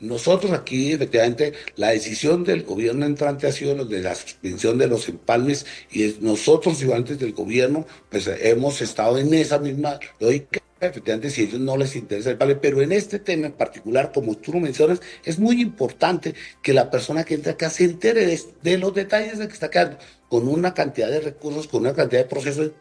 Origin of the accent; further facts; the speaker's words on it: Colombia; Allí tenemos nosotros, es que como colombianos, hacer una veeduría que esa decisión se haga y se haga correctamente.